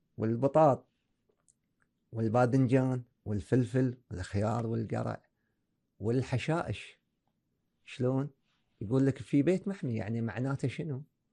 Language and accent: Arabic; Kuwait; عندنا في الكويت